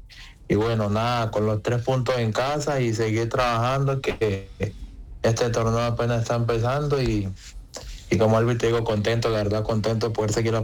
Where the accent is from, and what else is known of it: Chocó, Colombia; now in Argentina